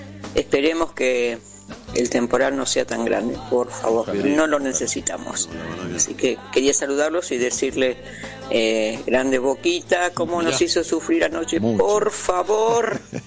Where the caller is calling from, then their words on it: Ituzaingó, Buenos Aires Province, Argentina; de Ituzaingó.